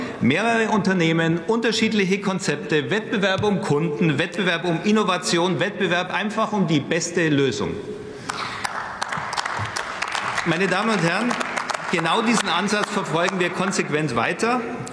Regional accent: Augsburg, Bavaria, Germany; Deshalb richtet sich unser Blick und mein Blick auch in meine Heimat nach Augsburg.

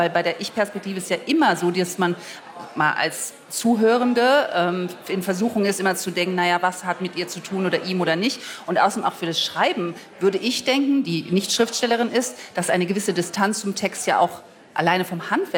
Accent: Düsseldorf, North Rhine-Westphalia, Germany; Ich komme aus Düsseldorf

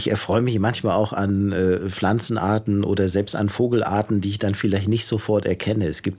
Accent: Northern Germany, Germany; Ich komme ja aus dem Norden, da ist sozusagen das Meer und die Küste

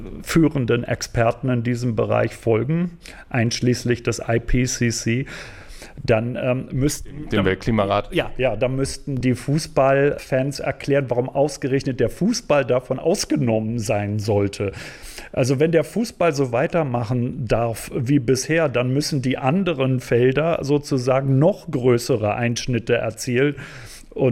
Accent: Berlin, Germany; Also ich bin selber aus Berlin

